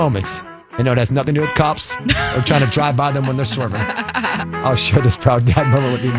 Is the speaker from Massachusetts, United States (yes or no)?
yes; Boston, Massachusetts, United States; now in California, United States; So either I have never seen it growing up in Boston, or this is a California thing that they do.